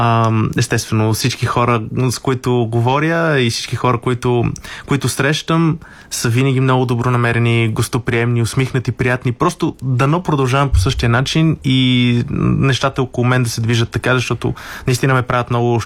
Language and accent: Bulgarian; Sofia, Sofia City, Bulgaria; Да, аз трябва да започна с това, че съм роден в София, и според мен това е нещо, което много допринесе за по-късно за кариерата ми, тъй като когато си роден в един град, всичките ти най-мили спомени са свързани с него.